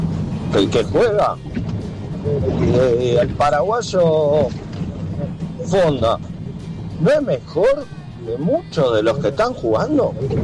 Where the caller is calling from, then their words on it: Guernica, Buenos Aires Province, Argentina; de Guernica.